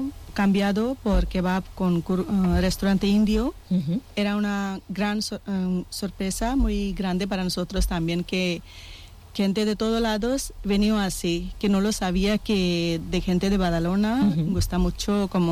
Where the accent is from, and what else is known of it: India; Spanish is a second language; now in Spain